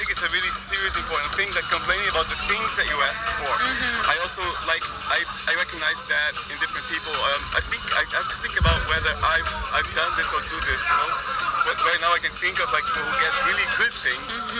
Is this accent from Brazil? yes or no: yes; Brazil; I grew up really poor in Brazil.